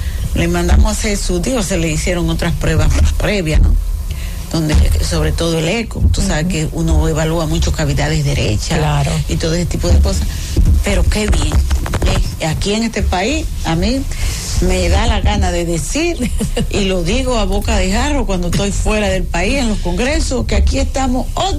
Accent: Dominican Republic; Digo yo, de Dominican Republic, República Dominicana.

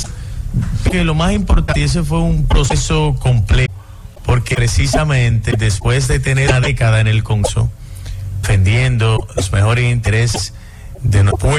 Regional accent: Dominican Republic; Soy el sexto dominicano graduado en Desarrollo Humano

